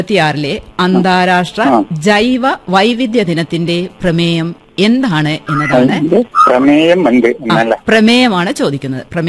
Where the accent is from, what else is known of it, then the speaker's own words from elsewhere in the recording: Kannur, Kerala, India; നമ്മൾ കണ്ണൂർക്കാരുടെ ഭാഷയിൽ പറഞ്ഞാൽ.